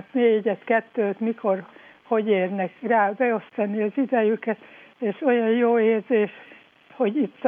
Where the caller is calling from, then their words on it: Hernád, Pest, Hungary; Én Hernádról vagyok … 87 éves újságkihordó önkéntesük vagyok.